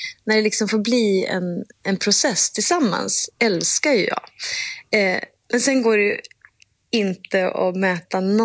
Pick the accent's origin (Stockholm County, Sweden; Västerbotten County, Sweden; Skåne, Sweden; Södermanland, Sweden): Västerbotten County, Sweden; Umeå; Och jag är från Umeå och gick på... Då hette det ju inte kulturskolan, då hette det musikskolan.